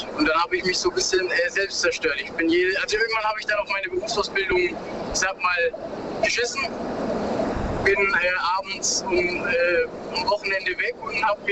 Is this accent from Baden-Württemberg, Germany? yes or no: yes; Baden-Württemberg, Germany; Genau, ich komme aus der Nähe von Pforzheim, Karlsruhe, da die Gegend.